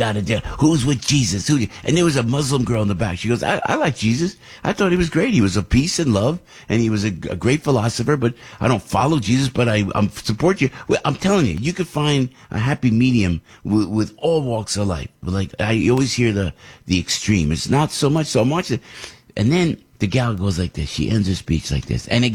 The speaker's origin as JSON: {"language": "English", "town": "Passaic", "region": "New Jersey", "country": "United States", "tie": "born there", "said": "I was born next door in Passaic, man."}